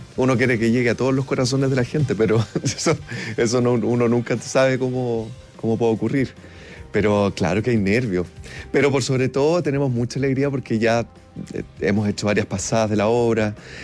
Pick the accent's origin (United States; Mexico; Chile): Chile; Concepción, Biobío; Bueno, varios de los miembros de la compañía somos de región. Ya creo que lo mencioné recién, pero yo soy de Concepción.